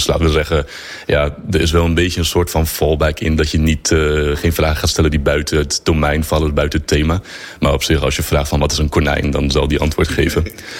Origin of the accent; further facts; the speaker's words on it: Luxembourg; Ik ben Nederlander, maar ik ben in het buitenland opgegroeid in Luxemburg.